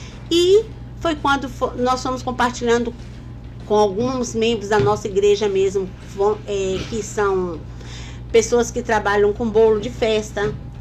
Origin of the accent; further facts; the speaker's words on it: Vitória da Conquista, Bahia, Brazil; now in Eunápolis, Brazil; que sou natural de Vitória da Conquista